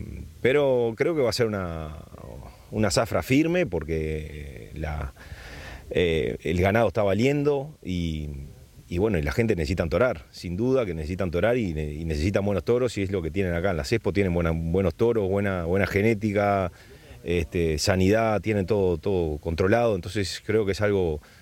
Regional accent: Uruguay

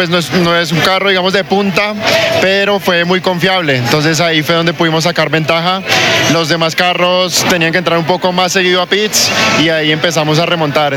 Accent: Bogotá, Colombia; Así es, somos de Bogotá, todos los pilotos que venimos somos de Bogotá

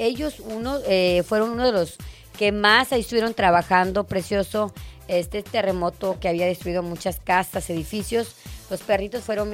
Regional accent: Mexico

